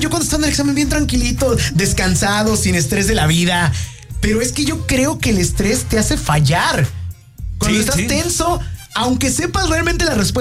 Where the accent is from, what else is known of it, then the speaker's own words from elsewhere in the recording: Mexico; Y mira, somos mexicanos. Dejamos todo para la rayita final.